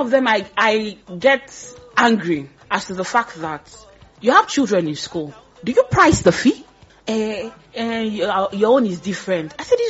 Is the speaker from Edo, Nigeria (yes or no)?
no; Abeokuta, Ogun, Nigeria; I'm from Abeokuta.